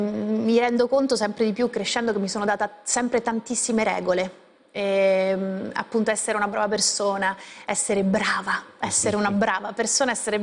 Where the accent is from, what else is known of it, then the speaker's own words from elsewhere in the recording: Conegliano, Veneto, Italy; moved away; io conosco bene la mia terra, che è il Veneto